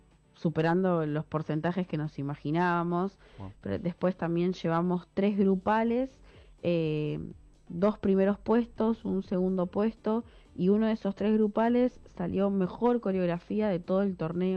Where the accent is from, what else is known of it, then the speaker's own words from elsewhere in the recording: Alejandro Korn, Buenos Aires Province, Argentina; moved away as an adult; now in General Belgrano, Argentina; yo soy de Alejandro Cor, y hace 2 años que me mudé a General Belgrano